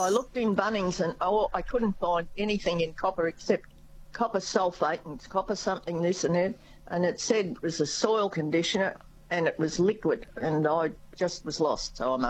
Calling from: Oyen, Alberta, Canada; Out of Oyen.

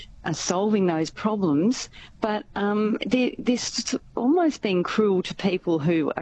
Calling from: Echuca, Victoria, Australia

